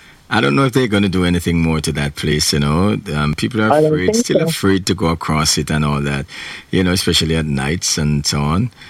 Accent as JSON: {"language": "English", "country": "Jamaica"}